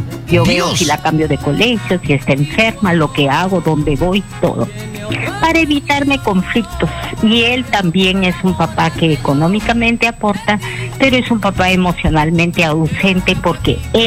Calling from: Lambayeque, Peru; te llamo de Lambayeque.

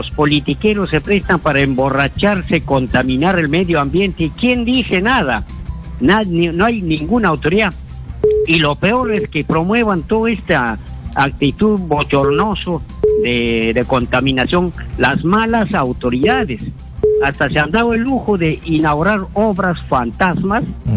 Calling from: Junín, Peru; de Junín.

